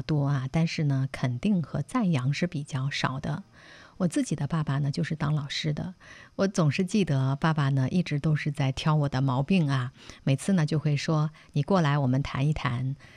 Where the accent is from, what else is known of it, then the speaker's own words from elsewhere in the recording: China; 我们中国父母啊